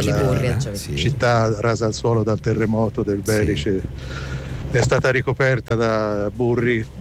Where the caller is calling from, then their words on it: Rovereto, Trentino-Alto Adige, Italy; da Rovereto.